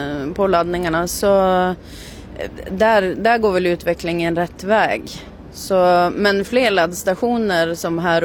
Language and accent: Swedish; Norway; Vi kommer ju från Norge.